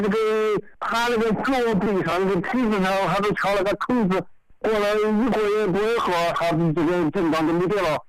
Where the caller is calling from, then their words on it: Xiangyang, Hubei, China; 我是湖北，我是襄阳包河人。